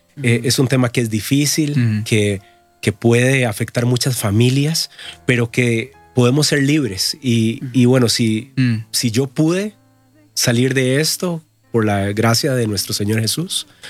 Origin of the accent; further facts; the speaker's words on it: Costa Rica; yo crecí en Costa Rica, en una familia de hombres.